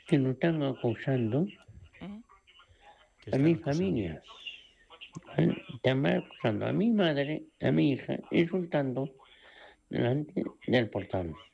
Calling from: Poio, Galicia, Spain; de Pollo de Pontevedra.

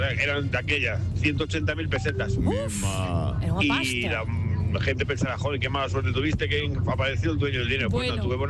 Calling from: Sada, Galicia, Spain; desde Sada.

